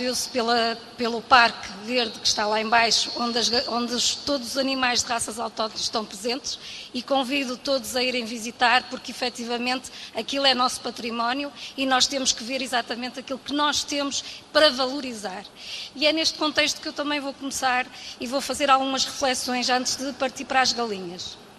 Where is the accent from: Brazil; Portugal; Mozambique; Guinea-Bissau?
Portugal; Minho; como um ser autóctone que sou minhoto, falo isto porquê? Porque vivo numa aldeia